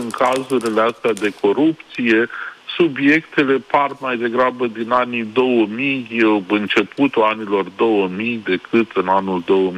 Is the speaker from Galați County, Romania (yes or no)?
no; Iași, Iași County, Romania; moved away; ca ieșean născut și crescut